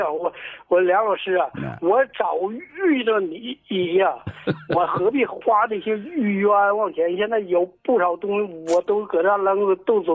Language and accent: Chinese; Shenyang, Liaoning, China; moved away; 搁这个沈阳搁我老家那嘎、